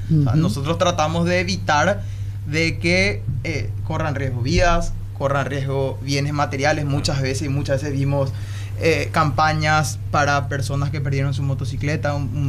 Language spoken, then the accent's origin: Spanish; Paraguay; Somos una empresa paraguaya, somos paraguayos